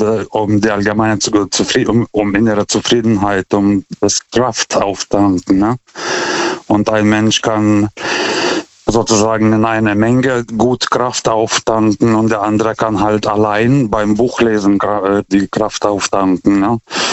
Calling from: Karlsruhe, Baden-Württemberg, Germany; German is a second language; Das, also Deutsch ist nicht meine Muttersprache, deswegen entschuldige ich für meinen Akzent.

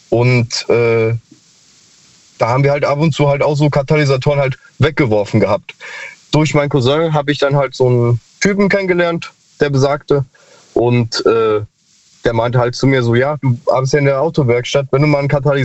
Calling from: Hesse, Germany; Ich bin aus der Ecke ja, zwischen Marburg und Kassel, also Nordhessen.

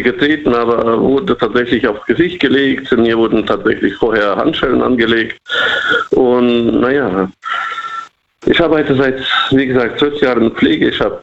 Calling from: Bruchmühlbach, Rhineland-Palatinate, Germany; Ich rufe aus Rheinland-Pfalz an.

